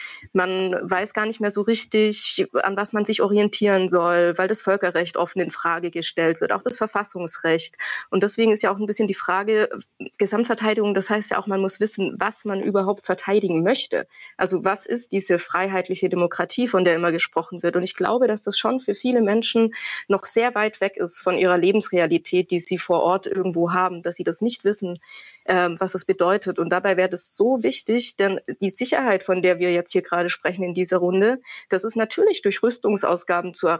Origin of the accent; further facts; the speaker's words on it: Baden-Württemberg, Germany; ich gehe nächste Woche wieder in den Schwarzwald, in meine Heimat.